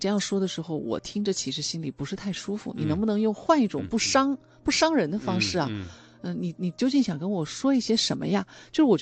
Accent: China; 我们中国人

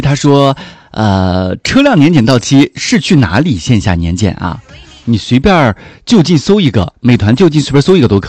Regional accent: Dezhou, Shandong, China; now in Haikou, China; 虽然我是一个山东人，但说实话我没怎么去过山东，不是没怎么去过，是没怎么逛过山东，就是除了自己家德州市下边的这个小县城之外，连德州市主城区我都没怎么逛过。

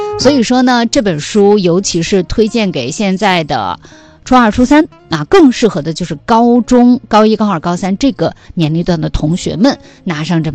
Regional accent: China

